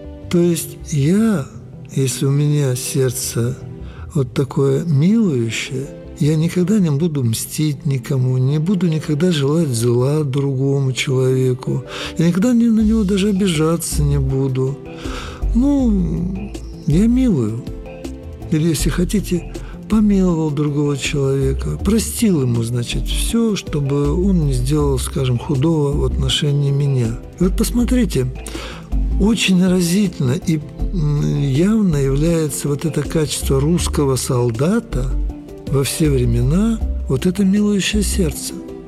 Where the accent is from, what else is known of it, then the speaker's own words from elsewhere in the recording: Urals, Russia; я вот сам с Урала